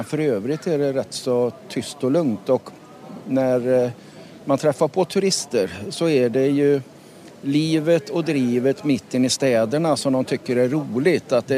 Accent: Lidköping, Västra Götaland County, Sweden; Jag är från Lidköping.

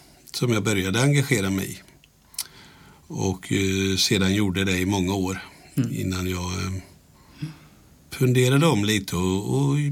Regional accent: Vimmerby, Kalmar County, Sweden; jag kommer ju ursprungligen ifrån Vimmerby, så jag är ju smålänning.

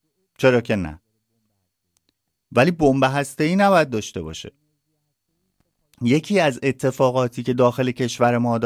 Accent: Iran; now in Sweden; مایی که در این حال که سوئدی هستیم ایرانی هم هستیم

